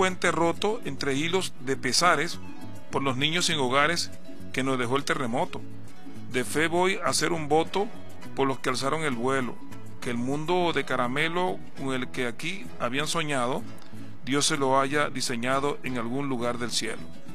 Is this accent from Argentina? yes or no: no; San José de Aerocuar, Sucre, Venezuela; nosotros somos devotos de la Virgen del Carmen, es la patrona de mi pueblo, de San José de Arocuar, donde también nuestro patrono es San José.